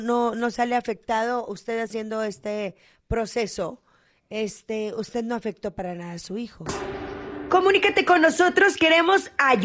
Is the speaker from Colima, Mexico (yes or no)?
no; Ciudad Juárez, Chihuahua, Mexico; now in United States; De Ciudad Juárez. Fíjese, o sea, todos los que yo también soy mexicana